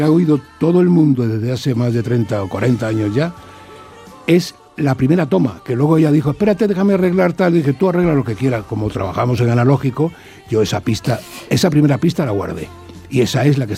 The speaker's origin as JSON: {"language": "Spanish", "region": "Havana", "country": "Cuba", "tie": "born or raised there", "said": "es que yo los conocía cuando era niño, porque en La Habana había un circo de ellos, y yo iba a ese circo con 6, 7 años"}